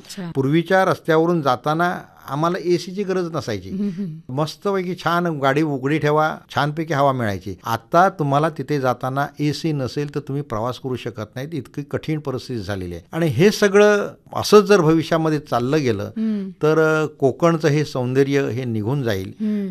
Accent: Konkan, India; आमचा कोकण हा झाडा झुडपाने असा बहरलेला, नेहमीच बहरलेला, म्हणजे अगदी पानझडी एकीकडे असेल तर दुसरीकडे सदाहरित झाडांचीही काही कमी नाही अशा प्रकारचा आमचा निसर्ग.

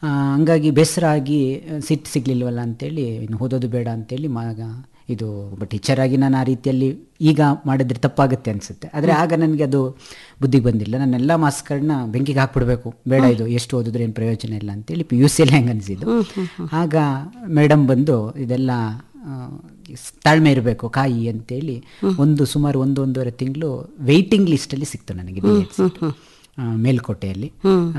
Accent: Santebachahalli, Karnataka, India; ಸಂತೆಬಚ್ಚರ್ಲಿ ನನ್ನ ಊರು.

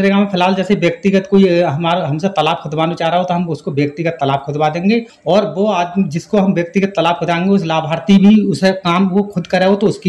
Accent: Bansipur, Uttar Pradesh, India; मैं एक किसान परिवार से हूँ और बंसीपुर गांव पड़ता है जो, और जो ग्राम पंचायत बखनौरी के अंतर्गत आता है और तहसील और ब्लॉक दोनों मिलक हैं।

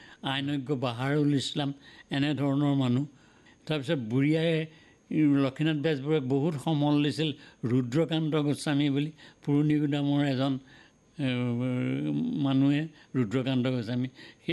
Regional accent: Jamuguri, Assam, India; also born or lived in Kaliabor; মোৰ সাহিত্যৰ প্ৰতিটো আগ্ৰহ সৰুৰে পৰাই হৈছিল।

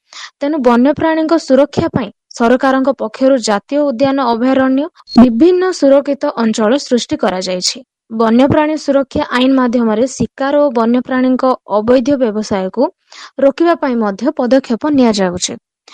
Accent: Jeypore, Odisha, India; ଓ ମୁଁ ଜୟପୁରରୁ ବିଲଙ୍ଗ କରୁଛି।

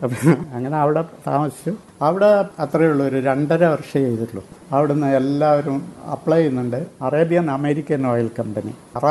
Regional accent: Kerala, India; Chennai petroleum Madras refineries തന്നെ, പക്ഷേ തമിഴല്ല, ഞാൻ മലയാളിയാണ്.

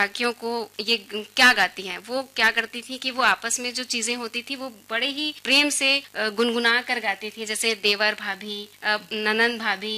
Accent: a village near Mungeli district, Chhattisgarh, India; तन मन धन से छत्तीसगढ़ महतारी की बेटी। उनकी गोद में खेली, खाई, बड़ी हुई। मेरा बचपन मुंगेली जिला के पास एक छोटे से गांव किस तरह में बीता

